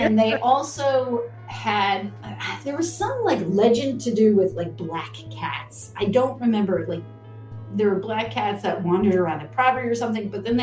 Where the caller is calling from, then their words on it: Pittsburgh, Pennsylvania, United States; Pittsburgh.